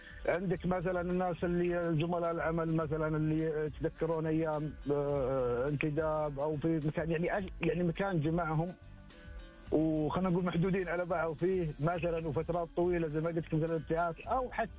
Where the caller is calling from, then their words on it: Riyadh, Riyadh Province, Saudi Arabia; أكلمك من الرياض.